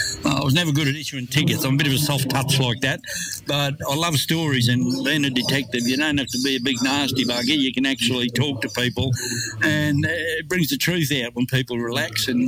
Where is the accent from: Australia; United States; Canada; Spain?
Australia; I'm a Aussie bush poet.